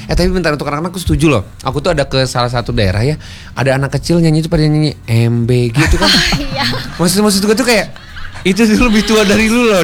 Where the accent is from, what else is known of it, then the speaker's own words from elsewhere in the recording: West Java, Indonesia; now in Bandung, Indonesia; Orang Barat, Jawa Barat sama kayak saya. Saya juga merantau juga sih kebetulan.